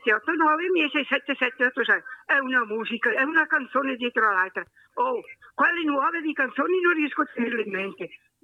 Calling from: Dalmine, Lombardy, Italy; di Dalmine.

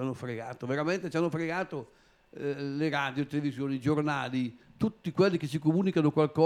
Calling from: Manerba del Garda, Lombardy, Italy; io, che sono lì a Manerba

